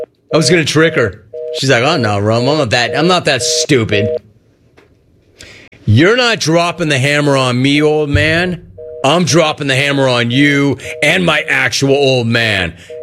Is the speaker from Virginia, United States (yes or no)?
no; California, United States; I'm going to say Chick Hearn. But I grew up in California.